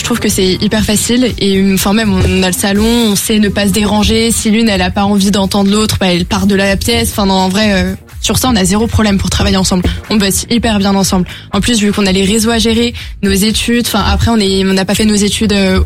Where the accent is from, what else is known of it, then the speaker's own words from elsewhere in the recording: Île-de-France, France; moved away as an adult; now in Paris, France; Moi, je viens de vers Disneyland la base. J'ai emménagé à Paris à mes 18 ans.